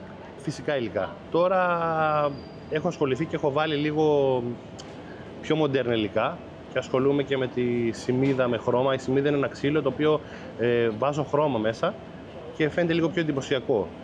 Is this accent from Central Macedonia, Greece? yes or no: no; Chania, Crete, Greece; born there; Μέσα Χανιά.